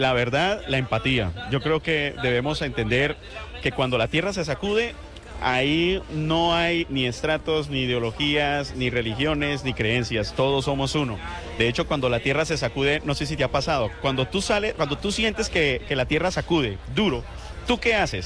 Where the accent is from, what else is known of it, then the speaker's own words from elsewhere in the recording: Colombia; somos la familia llamada Colombia